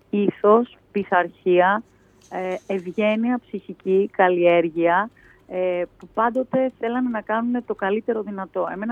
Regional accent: Thessaloniki, Central Macedonia, Greece; επειδή είμαι και από τη Θεσσαλονίκη, mm-hmm. Και αγαπώ πολύ την πόλη μας.

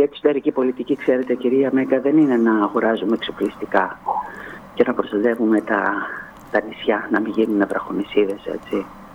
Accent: Tilos, South Aegean, Greece; Εγώ είμαι σήμερα δήμαρχος Τήλου και υπηρετώ το νησί μου, τον τόπο μου

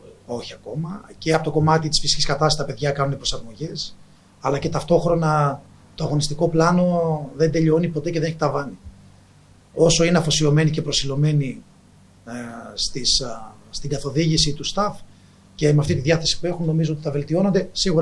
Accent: Northern Greece, Greece; now in Komotini, Greece; αν και εγώ είμαι από τη Βόρεια Ελλάδα

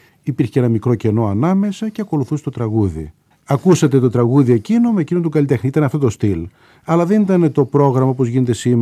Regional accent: Thessaloniki, Central Macedonia, Greece; Γεννήθηκα στη Θεσσαλονίκη. Και μεγάλωσα στην περιοχή του Ντεπό.

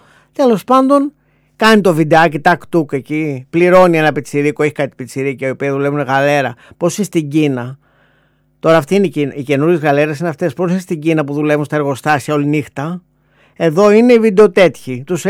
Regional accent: Thessaloniki, Central Macedonia, Greece; επειδή ήμουν από Θεσσαλονίκη

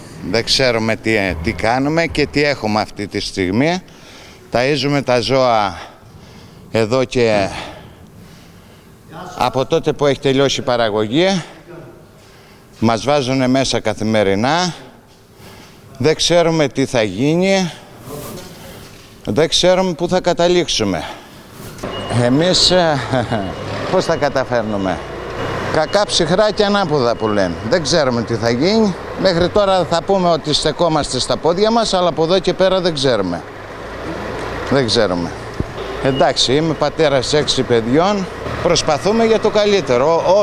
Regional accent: Mesotopos, North Aegean, Greece; είμαι από το Μεσότοπο.

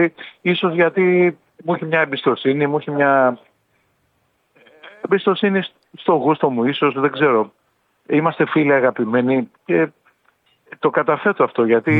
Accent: Kefalonia, Ionian Islands, Greece; Εγώ είμαι από την Κεφαλονιά, ναι.

